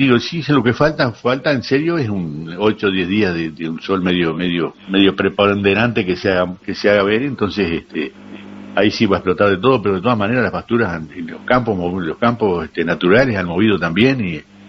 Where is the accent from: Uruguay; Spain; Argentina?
Uruguay; Somos uruguayos y no hay caso.